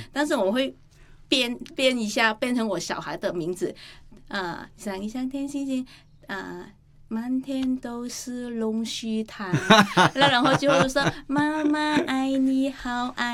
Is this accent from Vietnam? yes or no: yes; Vietnam; 我说不是、我是从越南来的。